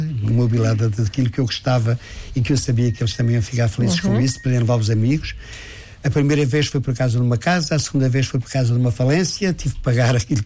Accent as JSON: {"language": "Portuguese", "town": "Chamusca", "region": "Santarém", "country": "Portugal", "tie": "born there", "said": "No Ribatejo, na Chamusca."}